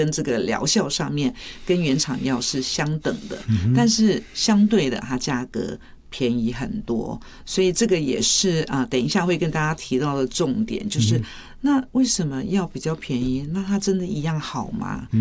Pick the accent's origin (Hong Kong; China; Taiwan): Taiwan; 我们台湾人